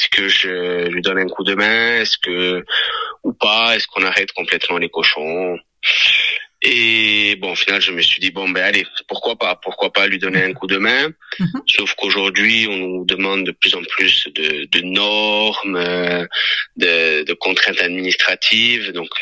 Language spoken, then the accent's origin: French; Corsica, France; j'ai 33 ans. Je suis originaire de Serralisco-Pamen dans l'Alta Rocque.